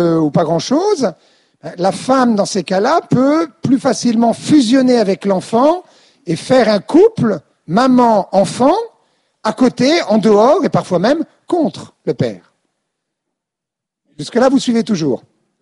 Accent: Quimper, Brittany, France; moi, j'étais en Bretagne quand j'étais enfant, donc à Quimper, Finistère

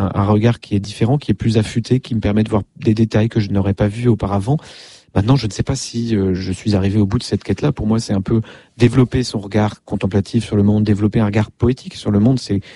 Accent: Versailles, Île-de-France, France; born there; Je suis née à Versailles, je viens d'une famille nombreuse.

